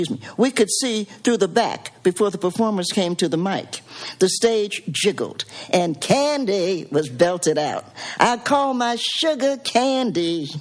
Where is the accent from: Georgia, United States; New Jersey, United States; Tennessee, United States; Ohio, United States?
Tennessee, United States; Knoxville; born there; I'm a Knoxvillian by birth. I was the first person actually in my family born in a hospital. I was born in Knoxville General Hospital.